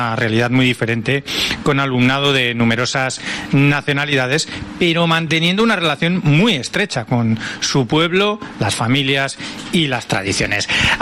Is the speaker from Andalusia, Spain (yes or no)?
no; Madrid, Community of Madrid, Spain; yo soy de Madrid, me crié en un cole que también estaba muy bien, pero claro, estaba en un barrio